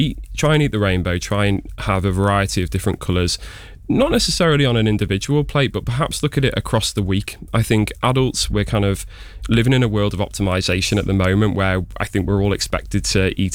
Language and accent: English; England, United Kingdom; So I studied in the Midlands. I'm from up north, and then I actually moved down south not so long ago. So my accent's probably a little bit all over the place.